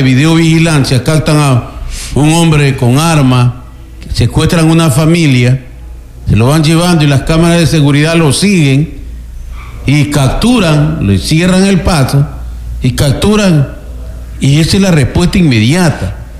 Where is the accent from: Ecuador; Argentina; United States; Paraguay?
Ecuador; Santa Elena; Nosotros somos la provincia de Santa Elena